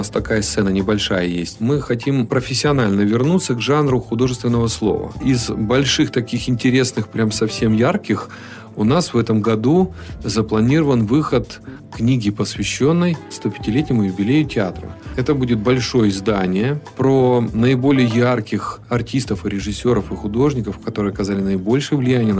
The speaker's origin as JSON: {"language": "Russian", "town": "Chelyabinsk", "region": "Chelyabinsk Oblast", "country": "Russia", "said": "которой я горжусь, как любой челябинец."}